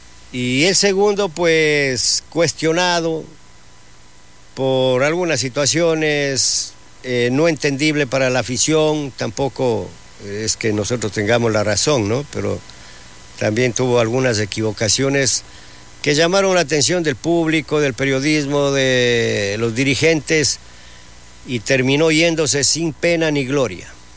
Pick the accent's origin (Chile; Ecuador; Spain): Ecuador; La selección ecuatoriana de fútbol de acá de nuestro país